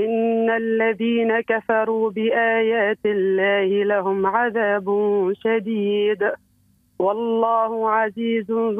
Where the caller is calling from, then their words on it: Monastir Governorate, Tunisia; ولاية المنستير.